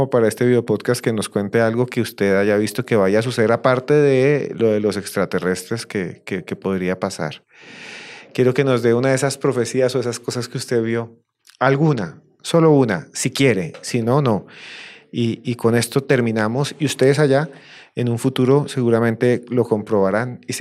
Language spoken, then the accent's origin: Spanish; Bogotá, Bogotá Capital District, Colombia; Yo soy de Bogotá.